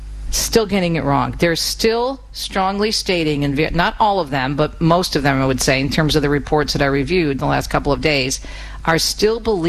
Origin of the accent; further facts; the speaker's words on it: Michigan, United States; We saw some of these very extreme amendments in my home state, Michigan, was ground zero.